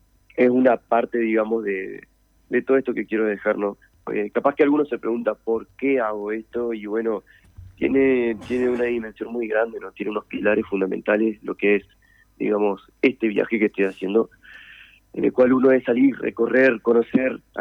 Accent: Fray Bentos, Río Negro, Uruguay; now in Montevideo, Uruguay; yo soy fragmentino, si bien estoy viviendo en Montevideo, yo soy de Fragmentos

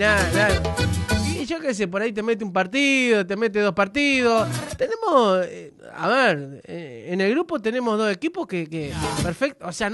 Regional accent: Uruguay; Somos uruguayos, siempre para adelante.

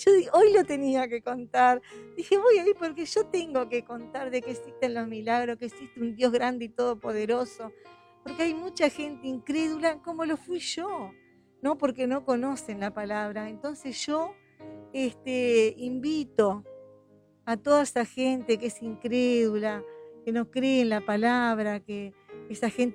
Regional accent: Montevideo, Uruguay; Yo vengo de Montevideo

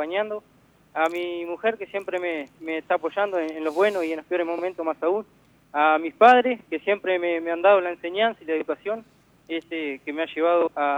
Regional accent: Fraile Muerto, Cerro Largo, Uruguay; now in Melo, Uruguay; Yo soy de Fraile Muerto, estoy viviendo en Melo, pero soy radicado de Fraile Muerto.

